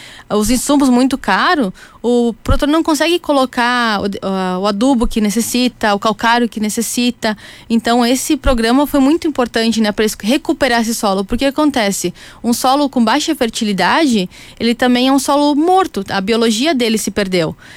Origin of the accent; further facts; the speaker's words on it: Roca Sales, Rio Grande do Sul, Brazil; sou de Roca Salles, tá? Interior.